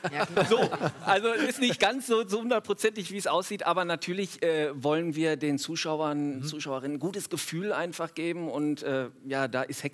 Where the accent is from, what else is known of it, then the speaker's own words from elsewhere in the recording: Hattingen, North Rhine-Westphalia, Germany; Und habe dann aber gemerkt, wenn ich am Wochenende wieder in meiner Heimat war, das ist Töfte hier.